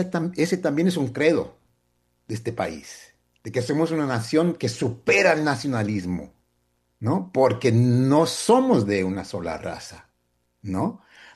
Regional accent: United States; mi verdad en decir que yo soy de Estados Unidos, estadounidense, no digo americano

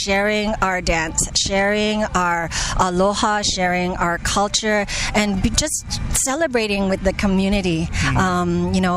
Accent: Toronto, Ontario, Canada; also born or lived in Philippines; even though I'm born in the Philippines, I grew up in Toronto

